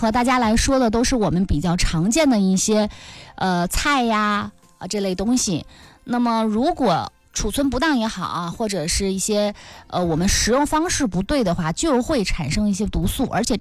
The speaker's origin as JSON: {"language": "Chinese", "region": "Northeast China", "country": "China", "said": "我们东北人都爱吃点这种干货类的"}